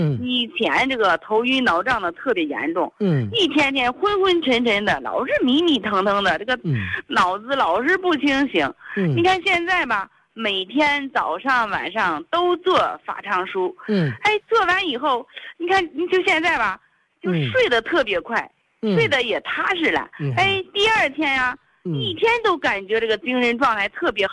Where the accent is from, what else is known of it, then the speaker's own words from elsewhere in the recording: Handan, Hebei, China; accent: Handan dialect; 我就是邯郸话，